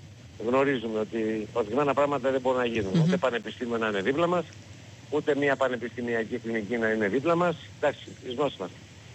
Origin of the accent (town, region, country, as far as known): Leros, South Aegean, Greece